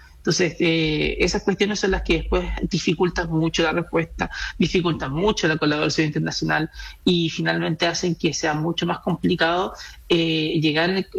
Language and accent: Spanish; Chile; somos chilenos